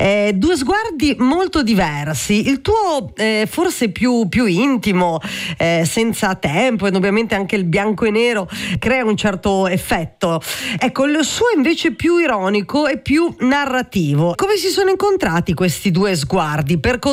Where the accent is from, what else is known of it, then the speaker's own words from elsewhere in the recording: Friuli-Venezia Giulia, Italy; io non sono triestina, nonostante sia appunto corregionale